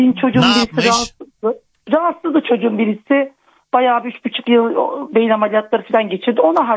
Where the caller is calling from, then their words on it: Ankara, Turkey; Ankara'dan arıyorum.